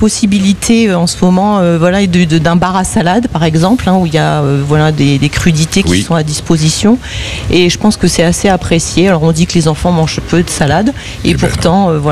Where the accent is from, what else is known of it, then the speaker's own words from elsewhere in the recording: Hauts-de-France, France; Eh bien, de l'Avesnois. Voilà.